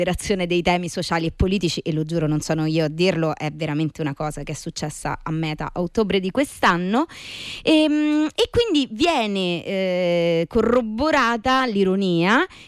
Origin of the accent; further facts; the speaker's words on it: Rome, Lazio, Italy; E io sono di Dure Vecchia, quindi okay, capito.